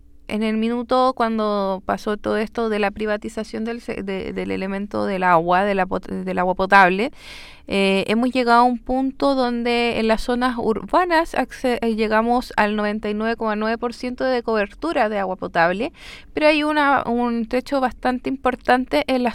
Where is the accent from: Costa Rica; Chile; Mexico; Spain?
Chile; nosotros como chilenos